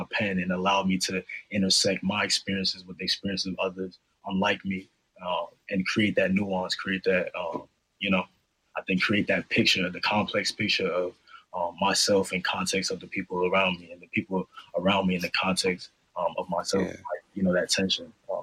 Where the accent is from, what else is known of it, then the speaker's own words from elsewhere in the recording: New York City, New York, United States; moved away as an adult; growing up in Harlem